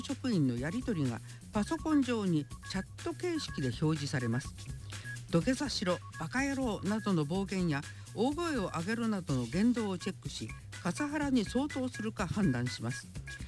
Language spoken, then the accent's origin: Japanese; Hiroshima, Japan; 広島で育った私としては、